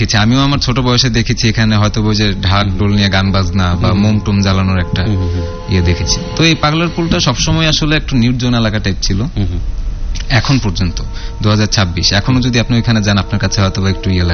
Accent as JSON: {"language": "Bangla", "town": "Dhaka", "region": "Dhaka Division", "country": "Bangladesh", "tie": "born or raised there", "said": "তো দুই নাম্বার মাঠে বেসিক্যালি আমাদের ছোটবেলা থেকে বড় হওয়া, আমরা দুই নাম্বার মাঠে খেলাধুলা করতাম।"}